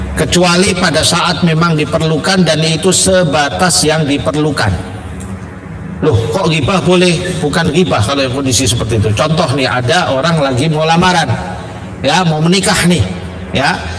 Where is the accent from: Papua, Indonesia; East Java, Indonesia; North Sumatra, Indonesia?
East Java, Indonesia; Saya kan orang Jawa Timur, saya ngomong harus kasar.